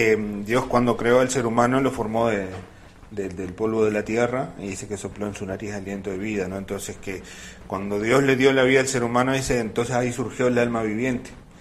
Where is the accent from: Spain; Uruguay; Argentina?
Uruguay; somos un país laico, no tenemos religión y bueno, nosotros no creemos en nada. Como uruguayos nos jactamos de eso